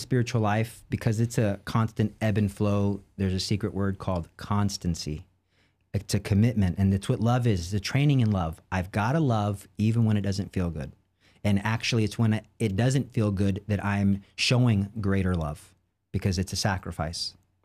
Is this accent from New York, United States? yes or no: no; Texas, United States; I am from Texas.